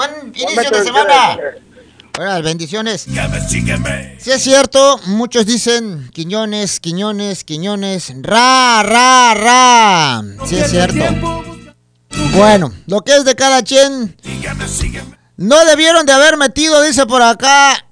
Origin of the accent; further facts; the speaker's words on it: Mexico; soy mexicano, yo ni director técnico soy, yo ni jugador era, pero pues soy mexicano. Y hasta el nopal en la frente.